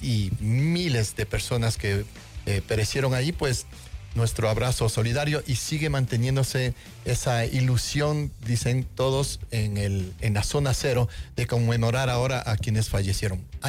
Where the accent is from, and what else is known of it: Ecuador